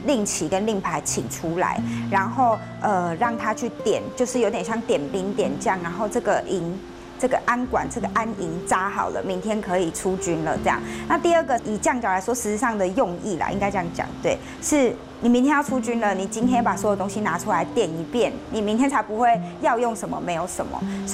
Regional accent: Fengshan, Kaohsiung, Taiwan; 台湾史的教授就鼓励我做我家乡的。就是凤山城隍庙跟他家将团的一些田野调查，

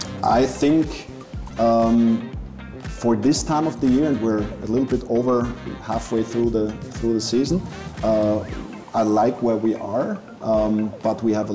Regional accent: Austria; The thing is, for me, I grew up in Austria. Austria is very close to Italy, and pasta for me is what noodles should be like.

